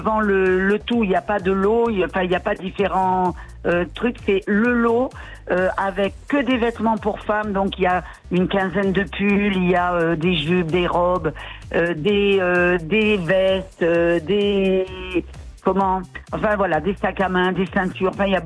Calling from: Bourail, South Province, New Caledonia; Moi, je suis sur Bourail

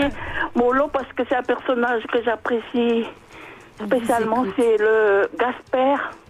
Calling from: Île-de-France, France; Moi, je suis à côté de Disneyland. Je suis la voisine de Mickey.

